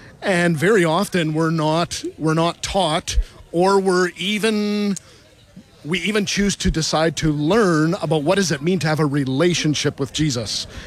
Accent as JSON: {"language": "English", "area": "Pembina Valley", "region": "Manitoba", "country": "Canada", "tie": "born or raised there", "said": "I grew up here in the Pembina Valley, and knowing that we are often called this Bible Belt"}